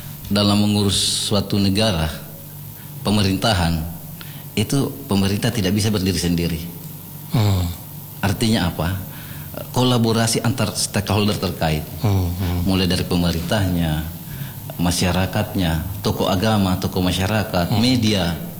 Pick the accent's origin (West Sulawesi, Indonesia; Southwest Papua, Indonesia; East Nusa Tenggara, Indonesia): West Sulawesi, Indonesia; kita di Sulawesi Barat ini ada terbagi dua kerajaan